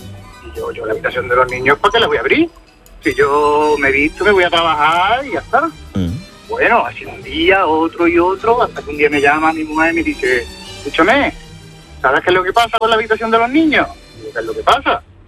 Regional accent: Moriles, Andalusia, Spain; now in Palma de Mallorca, Spain; soy de Córdoba, soy de un pueblecito de Córdoba.

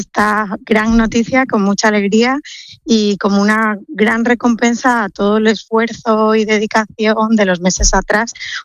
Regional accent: Extremadura, Spain; soy extremeña

